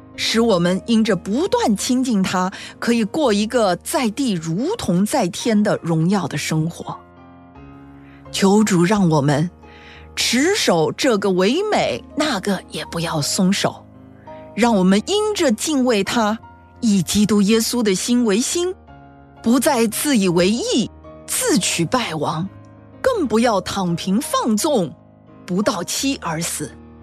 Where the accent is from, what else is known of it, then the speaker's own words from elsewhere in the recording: China; 我们中国人有一句老话，